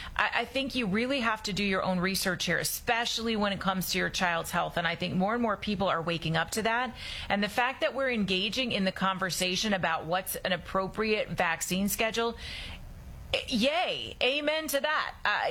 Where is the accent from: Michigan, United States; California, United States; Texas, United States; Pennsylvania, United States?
California, United States; Let's say hello to Mike in my home state of California